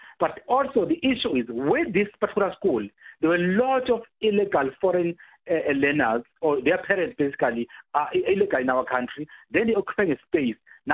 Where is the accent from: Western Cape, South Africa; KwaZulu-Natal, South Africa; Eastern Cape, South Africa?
KwaZulu-Natal, South Africa; Ngongoma; I can tell you, I'm coming from Ngongoma. Pongola, Jozin, those areas are at the borderline of Mozambique and Swaziland and Zimbabwe.